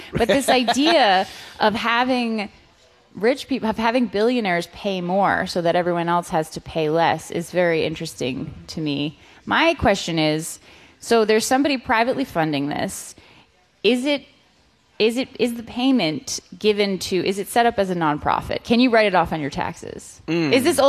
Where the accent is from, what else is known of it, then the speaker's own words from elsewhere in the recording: Rhode Island, United States; And I'm from Rhode Island